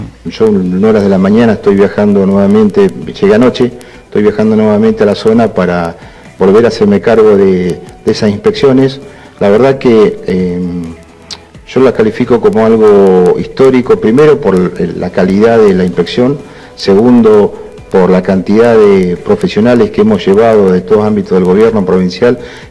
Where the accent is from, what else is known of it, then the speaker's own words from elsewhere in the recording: Caleta Olivia, Santa Cruz, Argentina; yo soy de Caleta